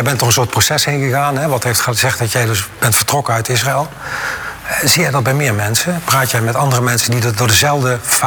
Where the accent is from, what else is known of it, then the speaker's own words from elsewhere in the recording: North Brabant, Netherlands; Ik kom uit Brabant op Brabant.